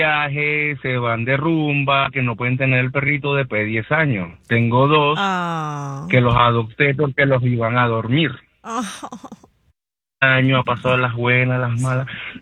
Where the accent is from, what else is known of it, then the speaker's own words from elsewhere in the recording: Venezuela; moved away; Sí, soy full groomer venezolano, radicado hace 2 años acá.